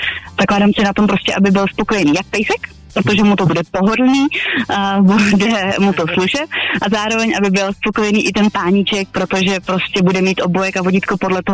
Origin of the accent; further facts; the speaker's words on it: Sokolov, Karlovy Vary Region, Czechia; Já jsem ze Sokolova, ze západních Čech.